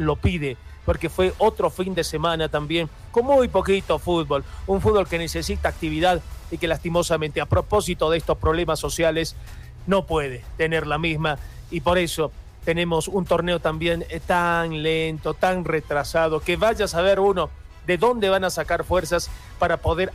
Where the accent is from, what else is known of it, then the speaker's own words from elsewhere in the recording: La Paz, Bolivia; estos golpes que estamos recibiendo como paseños, como alteños